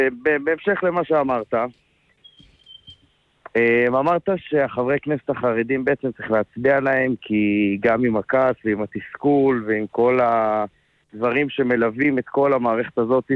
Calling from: Jerusalem, Jerusalem District, Israel; מירושלים.

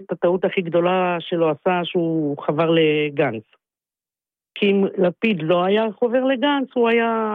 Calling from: Central District, Israel

